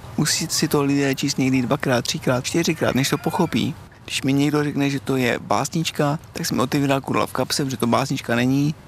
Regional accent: Brno, South Moravian Region, Czechia; now in Hrabyně, Czechia; jsem rodák z Brna.

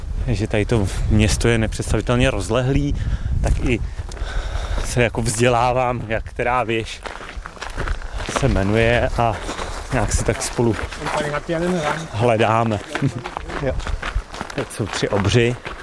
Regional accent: Krkonoše, Czechia; Já to mám takovou celoživotní paralýzu tím, že jsem z Krkonoš

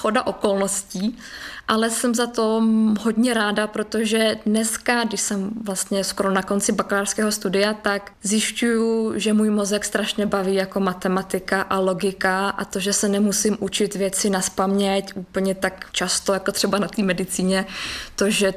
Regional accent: Vyšší Brod, South Bohemian Region, Czechia; now in Linz, Austria; Z Vyššího Brodu.

